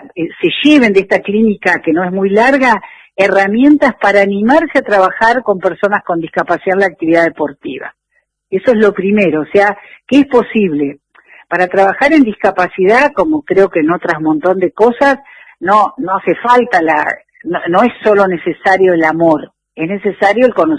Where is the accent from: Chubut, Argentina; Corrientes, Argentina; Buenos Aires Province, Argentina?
Chubut, Argentina; Puerto Madryn; yo estoy en Madrid, soy de Madrid